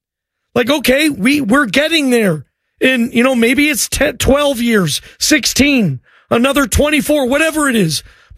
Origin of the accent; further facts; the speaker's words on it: Seattle, Washington, United States; I grew up with soccer in Seattle.